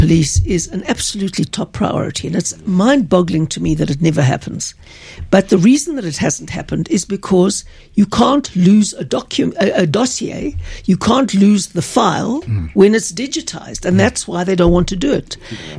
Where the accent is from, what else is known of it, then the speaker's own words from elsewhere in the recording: Johannesburg, Gauteng, South Africa; born there; I was born in Hillbrow. My granny lived in Hillbrow till she died in a place called Mimosa Court.